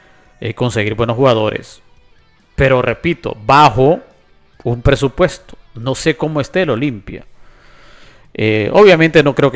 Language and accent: Spanish; Honduras; yo como hondureño